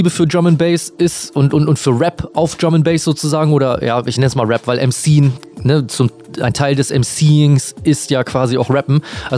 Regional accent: Celle, Lower Saxony, Germany; now in Bremen, Germany; ich komme aus Bremen, ursprünglich aber born and raised sozusagen in Celle. Das ist eine kleine Stadt in Niedersachsen in der Nähe von Hannover.

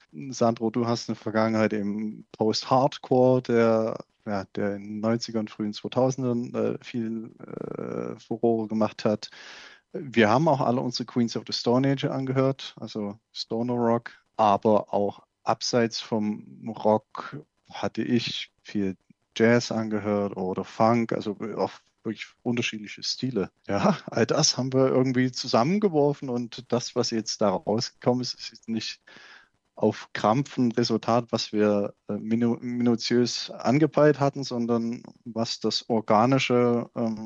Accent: Reichenbach im Vogtland, Saxony, Germany; unweit von meiner Heimat, nämlich der Berg Reichenbach im Vogtland.

